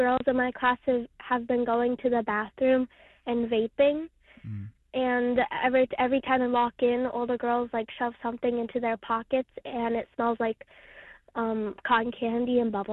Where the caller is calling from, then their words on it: Queens, New York, United States; I'm calling from Queens.